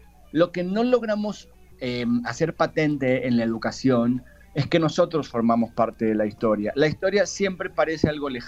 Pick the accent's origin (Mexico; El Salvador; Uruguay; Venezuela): Mexico; moved away; also born or lived in Argentina / Spain; Yo soy argentino, nací en Argentina, mi padre es argentino, mi mamá es chilena, me crié en México, viví en España una década.